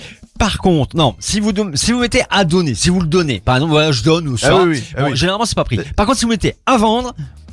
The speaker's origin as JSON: {"language": "French", "country": "France", "said": "nous, chez nous en France, dans notre coin"}